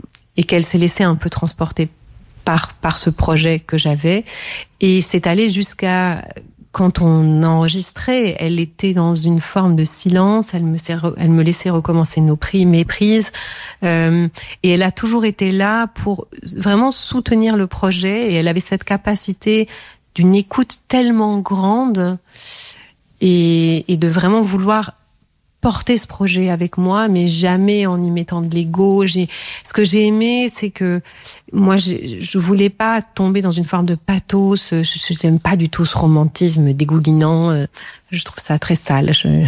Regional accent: Belgium; Moi, je suis belge

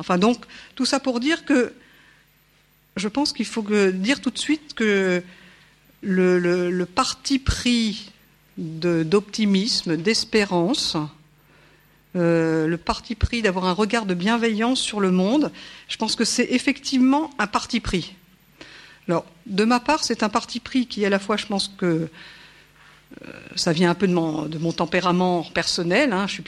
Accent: Grand Est, France; Moi, je suis Lorraine. On me le demandait tout à l'heure. Voilà, donc je suis pas de la région, je suis pas parisienne non plus.

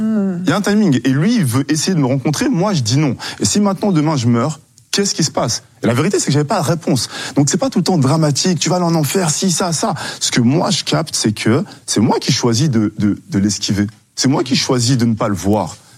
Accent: Switzerland; je viens de la Suisse, un pays que j'aime énormément

